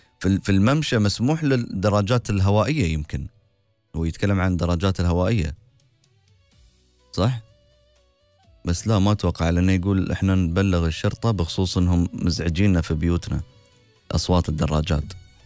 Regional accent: United Arab Emirates; حفظ الله بلادنا الإمارات آمين يا رب

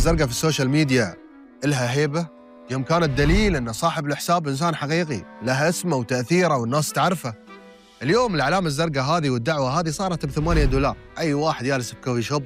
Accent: United Arab Emirates; طلعوا الميادين عندنا في الإمارات

